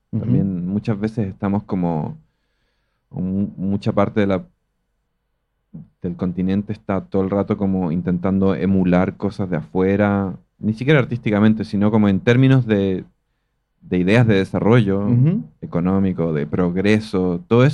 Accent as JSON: {"language": "Spanish", "country": "Chile", "said": "yo vengo de uno de los países más depresivos de Latinoamérica. O sea, Chile es muy como vibrando bajo en general. Por otro lado, mi padre es brasilero, entonces yo crecí con esas dos culturas. Y yo disfruto mucho de estar aquí en Argentina. O sea, es como uno de los lugares donde más paso tiempo"}